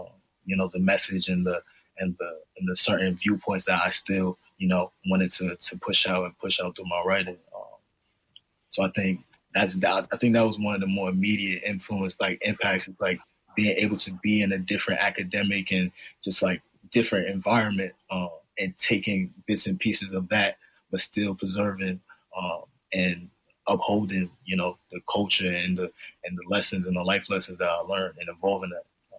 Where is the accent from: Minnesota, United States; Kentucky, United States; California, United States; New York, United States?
New York, United States; New York City; moved away as an adult; growing up in Harlem